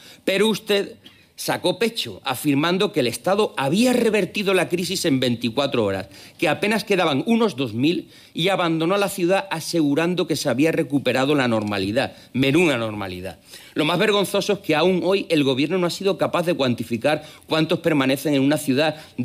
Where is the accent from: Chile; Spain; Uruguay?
Spain; Ceuta; verdaderas víctimas somos los ceutíes.